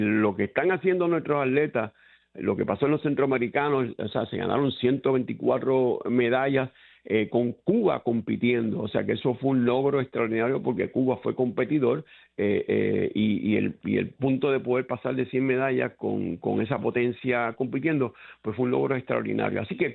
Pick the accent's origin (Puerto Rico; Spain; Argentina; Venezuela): Puerto Rico; no como trabajeño, sino como puertorriqueño